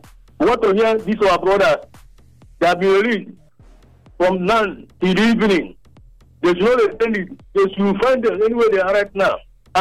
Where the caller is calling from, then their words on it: Nigeria; I'm calling from Obisa Community.